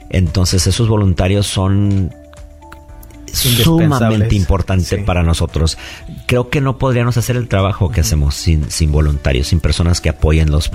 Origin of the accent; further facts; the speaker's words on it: Mexico; Acuérdate que venimos de un país hermoso, como yo soy mexicano, donde sobrevivir es muy importante.